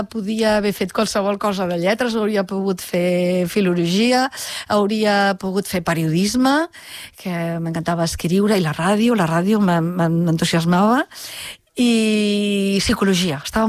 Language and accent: Catalan; Barcelona, Catalonia, Spain; jo soc barcelonina, però jo em sento bastant del Baix Llobregat.